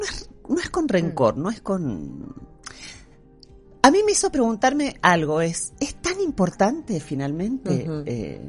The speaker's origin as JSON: {"language": "Spanish", "country": "Argentina"}